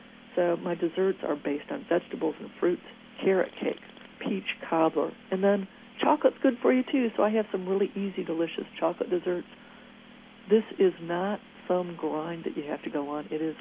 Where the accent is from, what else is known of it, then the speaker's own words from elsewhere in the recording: Michigan, United States; moved away; I'm from Michigan originally, and I grew up completely without any hot peppers.